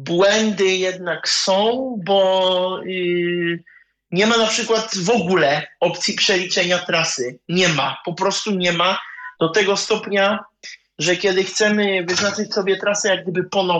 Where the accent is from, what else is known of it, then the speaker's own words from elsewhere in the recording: Czechia; Jako, że jestem z Czech, to telefon mam po czesku